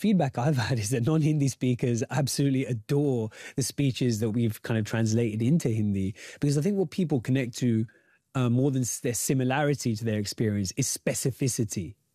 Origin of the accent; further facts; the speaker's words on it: United Kingdom; my own lived experience as a British Asian.